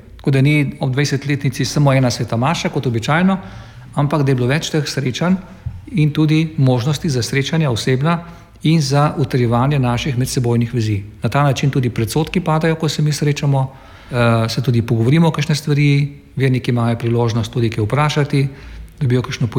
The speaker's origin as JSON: {"language": "Slovenian", "town": "Mirna Peč", "region": "Southeast Slovenia", "country": "Slovenia", "tie": "born or raised there"}